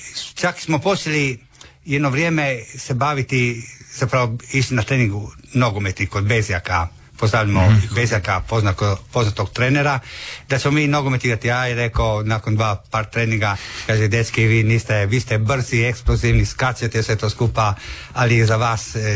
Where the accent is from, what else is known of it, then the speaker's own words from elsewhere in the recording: Pula, Istria County, Croatia; born there; 93. smo, pošto smo rođeni u Puli, smo dali zahtjev i imamo hrvatsko državljanstvo.